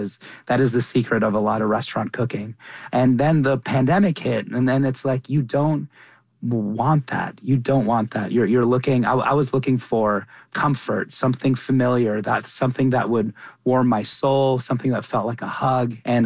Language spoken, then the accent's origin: English; Doha, Qatar; moved away; I was born and raised in Doha, Qatar.